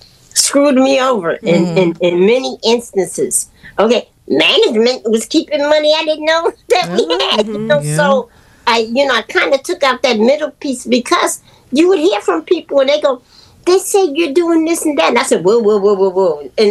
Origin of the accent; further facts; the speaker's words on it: New York, United States; I Madison Square Garden, as a New Yorker, is like the ultimate dream.